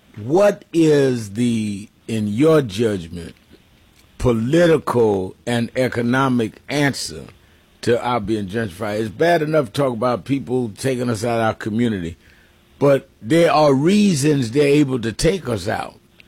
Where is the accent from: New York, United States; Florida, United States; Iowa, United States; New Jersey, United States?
New York, United States; When I was growing up in New York, and Harlem and Brooklyn